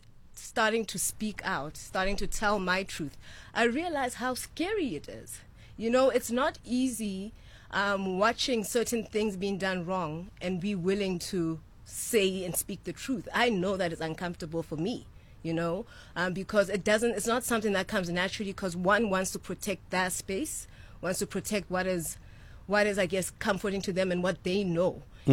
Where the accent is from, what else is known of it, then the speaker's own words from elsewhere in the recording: South Africa; You know, for South Africans have always stood up for what's just, what's wrong, what's true, what's ailing, right? And they've always been, contrary to even popular belief, as being told that we were given our democra